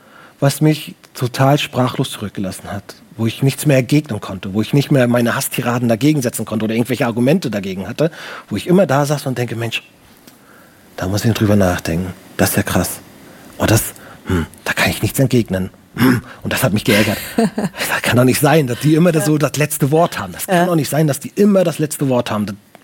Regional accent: Baltic coast, Germany; Ich komme aus der Nähe von der Ostsee.

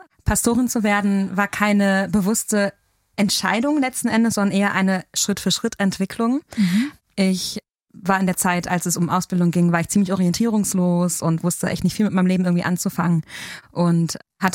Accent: North Rhine-Westphalia, Germany; born there; also born or lived in Hesse

